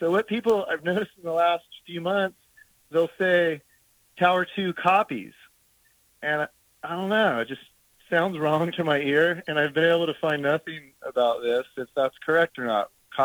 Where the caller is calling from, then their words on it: Florida, United States; I'm calling from East Coast of Central Florida.